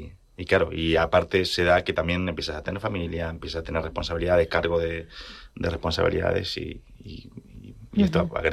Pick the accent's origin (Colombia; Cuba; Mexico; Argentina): Argentina; moved away as an adult; now in Tarragona, Spain; Y yo soy del campo de Argentina